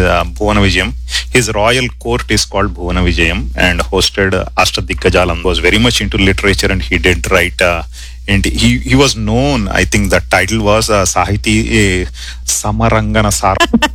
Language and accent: Telugu; Vizianagaram, Andhra Pradesh, India; విజయనగరం మాది విజయనగరం అండి.